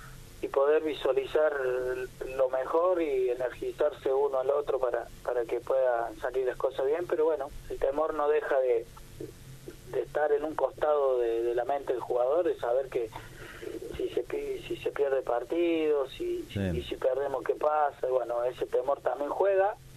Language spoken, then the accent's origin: Spanish; Córdoba, Argentina; moved away as an adult; now in Buenos Aires, Argentina; armé el bolso y salí a Corrientes, salí afuera de Córdoba, hoy me encuentro en Buenos Aires